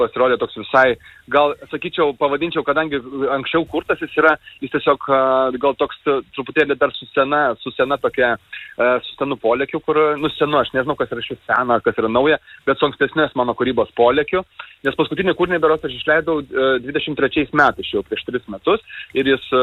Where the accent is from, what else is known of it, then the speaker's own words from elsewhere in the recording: Siesikai, Vilnius County, Lithuania; moved away as an adult; also born or lived in Kaunas; now in Utena district, Lithuania; 20 metų aš gyvenau miestuose, prieš tai 20 metų aš gyvenau kaime beveik, tai yra Siesikos, Ukmergės rajone, o po to aš gyvenau 20 metų miestuose, aš gyvenau Kaune ir Vilniuje.